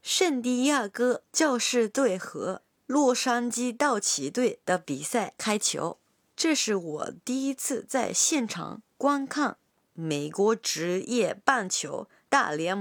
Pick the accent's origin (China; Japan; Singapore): Japan; Yamaguchi; 我的故乡山口也有不少美景，有些景色我从小就特别熟悉。